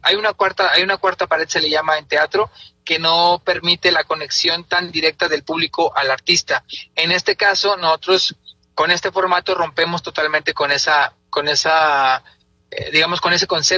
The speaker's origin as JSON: {"language": "Spanish", "town": "Bacalar", "region": "Quintana Roo", "country": "Mexico", "said": "yo soy de aquí de Bacalar"}